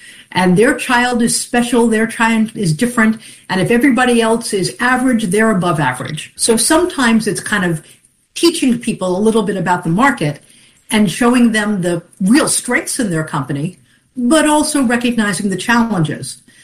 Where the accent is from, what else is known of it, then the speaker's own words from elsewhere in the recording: Long Island, New York, United States; I'm a kid from Long Island